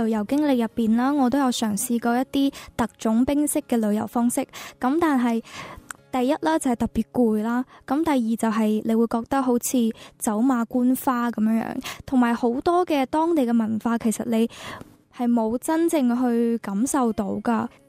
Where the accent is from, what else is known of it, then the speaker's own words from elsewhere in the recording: Guangzhou, Guangdong, China; 我系嚟自广州嘅。